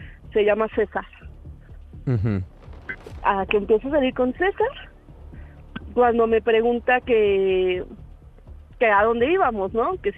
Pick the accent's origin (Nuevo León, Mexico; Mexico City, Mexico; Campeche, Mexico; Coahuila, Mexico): Mexico City, Mexico; Soy de la Ciudad de México y tengo 27 años.